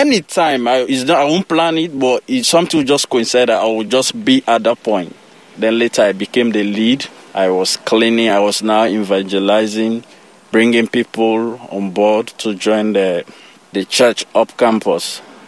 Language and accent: English; Sierra Leone; Well, I was born in Sierra Leone. I have a lot of sisters and brothers who are incredible and they are wonderful. Most of them are in Sierra Leone.